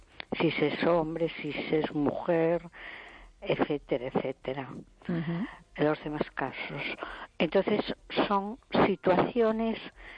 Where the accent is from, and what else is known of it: A Coruña, Galicia, Spain